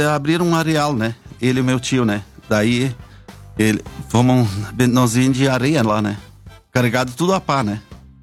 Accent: Rio Grande do Sul, Brazil; born there

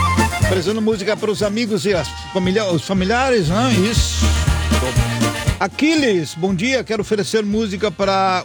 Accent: Vera Cruz, Rio Grande do Sul, Brazil; da linha Ferraz Veracruz. Mas que tal, né? Lá da minha terra.

